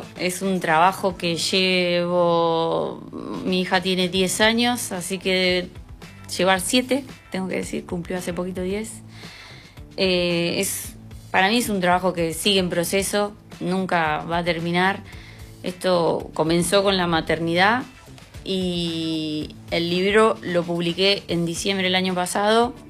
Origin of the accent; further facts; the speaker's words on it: La Pampa, Argentina; born there; Juani de Pian, que es mi primer amigo, junto a otras personas de mi infancia, mi primer amigo en La Pampa.